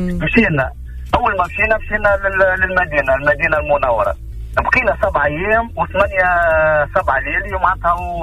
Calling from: Tunis, Tunis Governorate, Tunisia; هاي من تونس

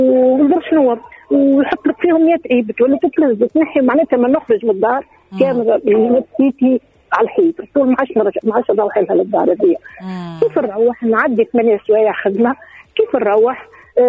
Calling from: Nabeul, Nabeul Governorate, Tunisia; أنا إمنا من نابل

